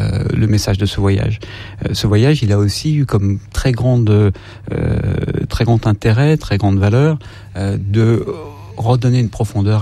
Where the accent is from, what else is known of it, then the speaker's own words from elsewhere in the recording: Algeria; ici chez nous en Algérie